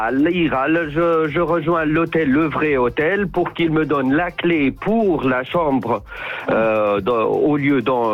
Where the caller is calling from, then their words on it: Istanbul, Turkey; Je suis à Istanbul actuellement